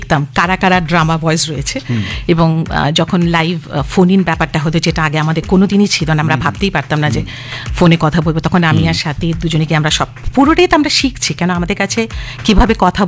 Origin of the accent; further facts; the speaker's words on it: North India, India; first language Hindi; Bangla is a second language; moved away; আমি নর্থ ইন্ডিয়ায় বড় হয়েছি, আমার স্কুলিং সেন্ট্রাল স্কুল, তো আমার হিন্দিটাই ফার্স্ট ল্যাঙ্গুয়েজ।